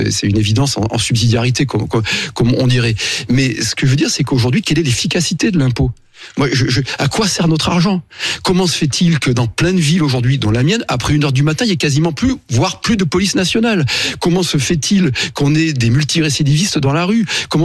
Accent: France; en tant que Français

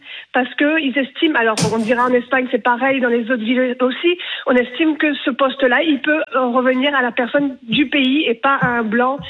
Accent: French West Indies, France; Oui, alors moi, j'ai grandi aux Antilles.

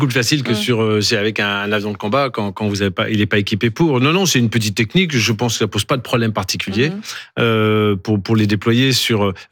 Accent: France; chez nous en France.

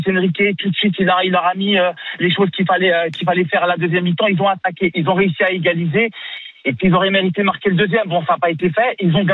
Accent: Algeria; Non, mais j'en ai plusieurs … Parce que je suis algérien

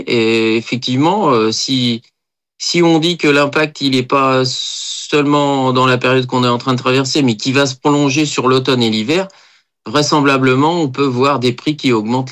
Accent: Nantes, Pays de la Loire, France; je suis nantais, maraîcher nantais.

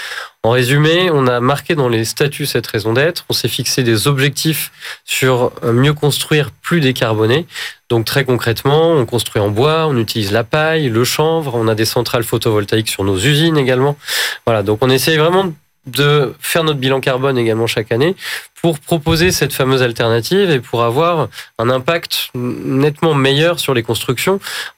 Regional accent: Orléans, Centre-Val de Loire, France; Moi je viens d'Orléans.

